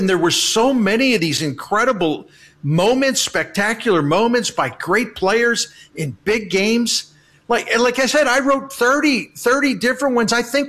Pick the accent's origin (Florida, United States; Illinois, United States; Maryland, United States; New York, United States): Maryland, United States; now in St. Louis, United States; when I'm growing up in Maryland, my southern grandfather